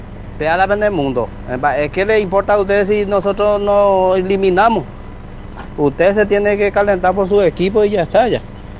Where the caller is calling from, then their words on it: Paraguay; Nosotros somos paraguayos trabajadores.